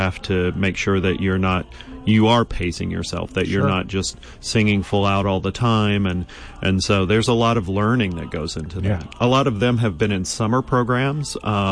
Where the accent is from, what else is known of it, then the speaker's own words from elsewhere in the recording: Mississippi, United States; moved away; I grew up in Mississippi, so some of these are, you know, these Cajun names are a little hard for me.